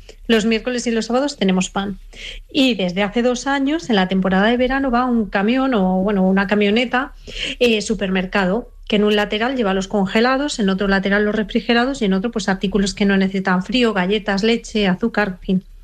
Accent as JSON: {"language": "Spanish", "town": "Quintanarruz", "region": "Castile and León", "country": "Spain", "tie": "born or raised there", "said": "En mi pueblo actualmente viven 6 personas y esto fue en la pandemia, que 3 matrimonios decidieron volverse al pueblo"}